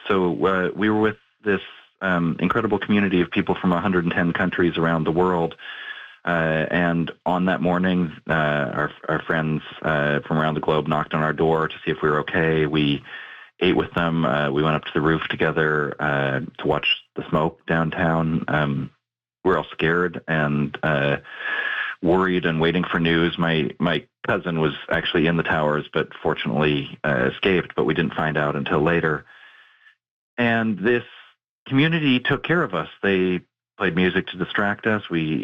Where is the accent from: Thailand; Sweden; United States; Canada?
Canada; I mean, it's an incredible story that I'm proud of as a Canadian